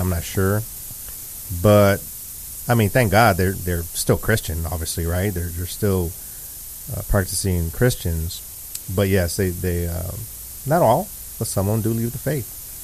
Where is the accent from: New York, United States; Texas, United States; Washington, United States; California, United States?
Texas, United States; Mission; I grew up in South Texas, also in Mission specifically, and we had church with us always. So the majority of my family, I want to say 99%, are Catholic, right? Cradle Catholic.